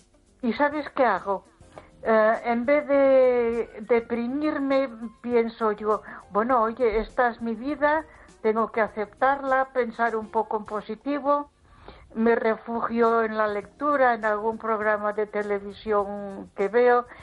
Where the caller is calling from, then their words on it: Ponferrada, Castile and León, Spain; de Ponferrada, ¿cómo estás?